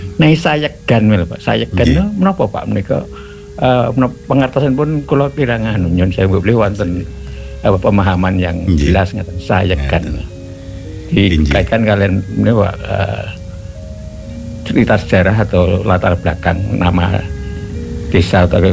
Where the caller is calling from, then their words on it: Wonosari, Special Region of Yogyakarta, Indonesia; saking Wonosari